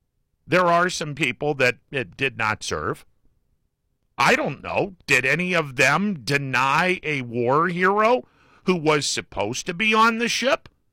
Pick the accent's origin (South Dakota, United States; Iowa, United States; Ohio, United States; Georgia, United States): Ohio, United States; Mahoning Valley; I come from the Mahoning Valley